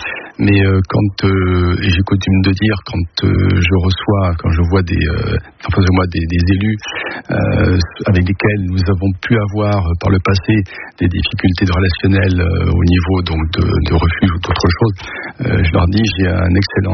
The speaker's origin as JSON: {"language": "French", "region": "Occitanie", "country": "France", "tie": "born there", "said": "Et donc c'est totalement par hasard que je suis né dans le Gard."}